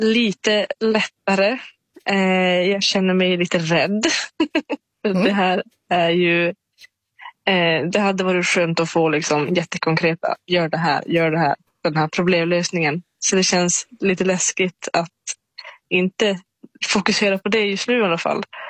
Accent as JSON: {"language": "Swedish", "region": "Norrland", "country": "Sweden", "said": "jag är från Norrland"}